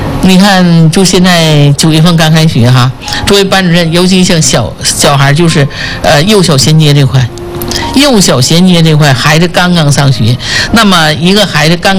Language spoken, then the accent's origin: Chinese; China; 因为我们中国人就是尊师重教